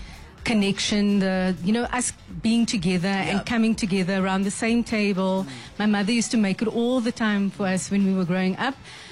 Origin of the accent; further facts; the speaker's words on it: Port Elizabeth, Eastern Cape, South Africa; moved away; we're from the Eastern Cape originally, from Port Elizabeth.